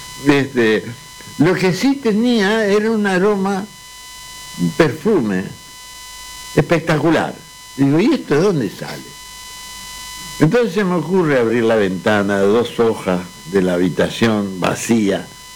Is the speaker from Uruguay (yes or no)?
no; Guatemala; moved away as an adult; also born or lived in Buenos Aires, Argentina; Yo salí de Guatemala y me metí en Guatepeor cuando me fui a la Argentina